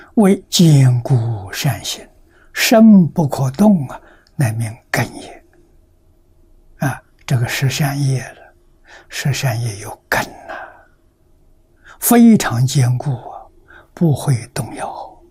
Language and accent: Chinese; China; 我们中国人叫五金，金银铜铁锡这五类